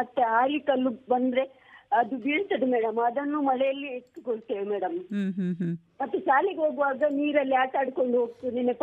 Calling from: Ujire, Karnataka, India; ಉಜಿರೆಯಿಂದ ಸ್ವಲ್ಪ ಬಾಲಿಂಜ ನಿಮಿಕಲ್ಲು ಈ ಕಡೆ ಬರ್ತದೆ, ಪೇಟೆಯಿಂದ.

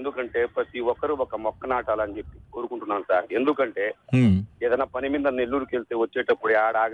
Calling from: Andhra Pradesh, India; Dhanalakshmipuram

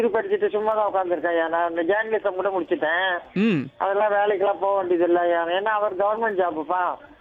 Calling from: Pattabiram, Tamil Nadu, India; Pattabiram

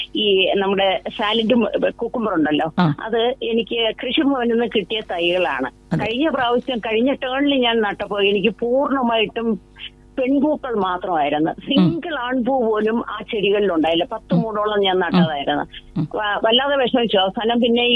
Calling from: Ulloor, Kerala, India; ഉള്ളൂരിൽ നിന്നാണ് സംസാരിക്കുന്നത്.

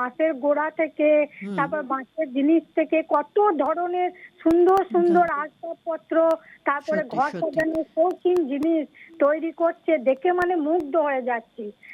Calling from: West Bengal, India; আমি বাহিরে বীরভূম থেকে

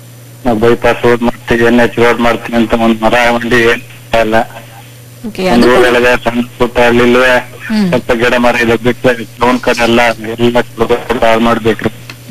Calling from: Jannapura, Karnataka, India

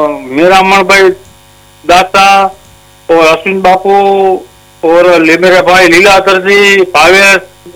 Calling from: Gir Somnath district, Gujarat, India; गुजरात राज्य गिर सोमनाथ डिस्ट्रिक्ट तरला गांव बोरवा से।

